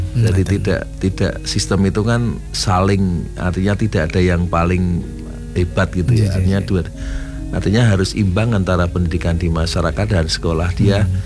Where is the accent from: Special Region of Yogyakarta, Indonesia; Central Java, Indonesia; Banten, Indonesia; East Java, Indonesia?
Special Region of Yogyakarta, Indonesia; Apalagi kita diuntungkan sebagai orang Jogja, maka mari budaya kejogjaannya kita laksanakan, Jawanya kita laksanakan